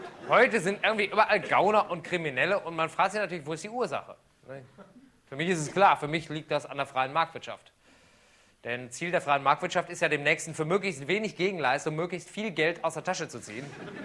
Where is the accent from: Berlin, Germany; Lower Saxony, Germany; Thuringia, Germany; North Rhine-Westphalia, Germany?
North Rhine-Westphalia, Germany; Düsseldorf; Ich komme ja aus Düsseldorf und. Habe ich schon schlimmer erlebt hier. Und Düsseldorf ist ja irgendwie so ein bisschen so die schicke Stadt, hält sich zumindest so dafür.